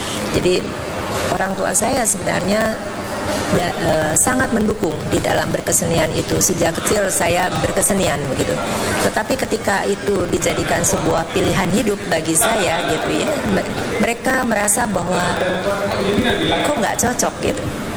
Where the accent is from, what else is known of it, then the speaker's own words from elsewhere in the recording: Yogyakarta, Special Region of Yogyakarta, Indonesia; saya dari Jogja Pak dulu, karena itu banyak sekali pertanyaan dari orang tua saya